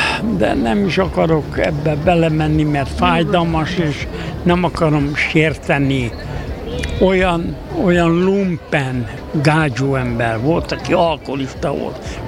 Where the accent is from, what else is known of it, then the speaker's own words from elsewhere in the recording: Hungary; Én ebbe a hazába születtem, ebbe a hazába nőttem fel. A cigány embernek a társa a magyar ember.